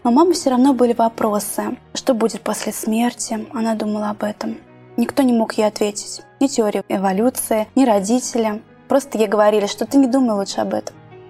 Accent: Kstovo, Nizhny Novgorod Oblast, Russia; born there; Я родилась в Нижегородской области, в очень красивом и небольшом городе Кстово.

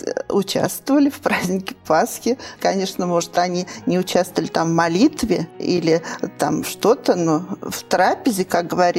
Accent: Nizhny Novgorod, Nizhny Novgorod Oblast, Russia; Я родом из города Горького. Родилась в рабочей семье.

